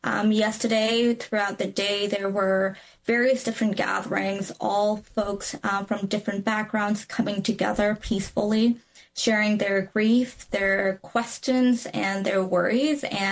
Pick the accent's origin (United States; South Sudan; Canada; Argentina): United States; Texas; born or raised there